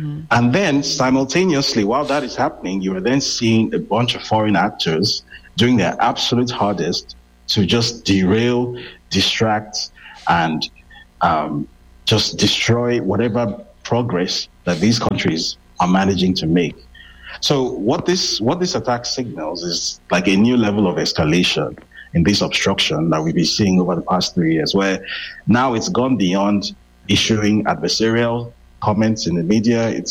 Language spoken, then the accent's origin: English; Nigeria; It gives me absolutely no pleasure to say this as a Nigerian